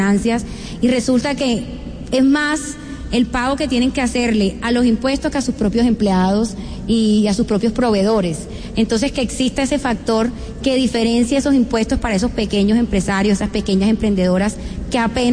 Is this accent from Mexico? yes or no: no; Colombia; Nosotras las mujeres colombianas